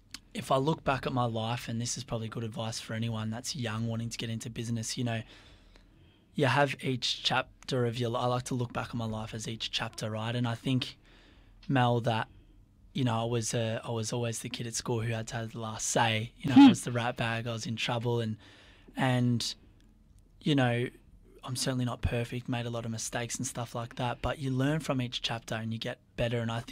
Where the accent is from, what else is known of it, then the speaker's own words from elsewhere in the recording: Victoria, Australia; You know, I grew up in Gippsland, or I moved here when I was 13, actually. Yeah. And so I did my last year of school in Traralgon. Yeah. I went to high school in Traralgon.